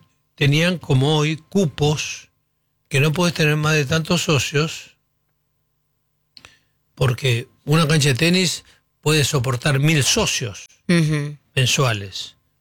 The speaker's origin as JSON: {"language": "Spanish", "country": "Argentina", "said": "Somos argentinos."}